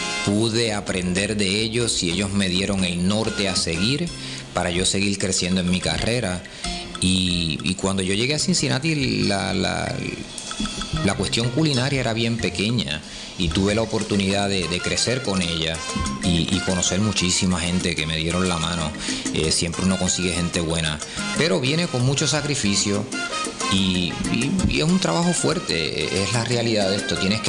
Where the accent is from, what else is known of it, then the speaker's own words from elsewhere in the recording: Puerto Rico; moved away; yo siempre he estado bien centrado en Puerto Rico. Me siento bien puertorriqueño, adoro a Puerto Rico. Y el irse de Puerto Rico por 25 años, pues, es bien difícil. Pero siempre quise volver